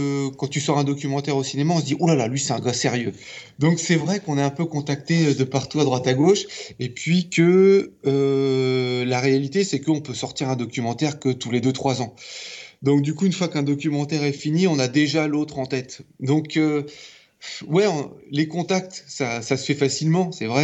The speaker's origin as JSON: {"language": "French", "town": "Alençon", "region": "Normandy", "country": "France", "said": "Je suis d'Alençon"}